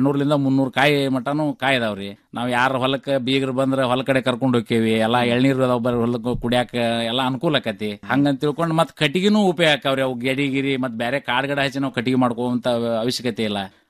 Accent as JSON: {"language": "Kannada", "region": "Karnataka", "country": "India", "said": "ನಮ್ಮ ಊರ್ಲಿಂದ, ನಾವು ಬೆಲವಂತರಿಂದ ನಾವು ಇಬ್ರು ಹೋಗಿದ್ವಿ."}